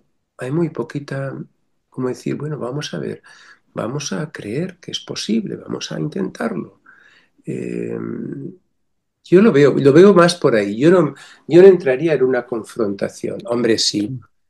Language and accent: Spanish; Extremadura, Spain; Soy extremeño profundo, pero no se nota.